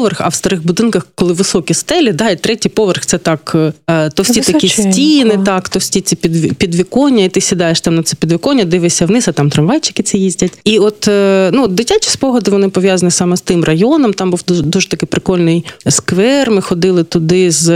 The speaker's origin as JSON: {"language": "Ukrainian", "town": "Kharkiv", "region": "Kharkiv Oblast", "country": "Ukraine", "tie": "born or raised there", "said": "Тобто тато, виходить, в другому поколінні харків'янин, мама в першому, ну, а я не знаю, в якому я."}